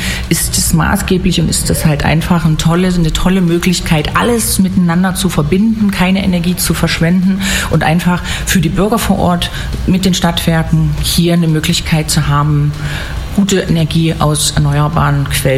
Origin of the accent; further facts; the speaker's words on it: Dresden, Saxony, Germany; now in Hamburg, Germany; eigentlich komme ich ja aus Dresden.